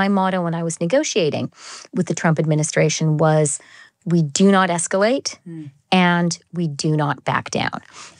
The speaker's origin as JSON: {"language": "English", "country": "Canada", "said": "speaking as a Canadian"}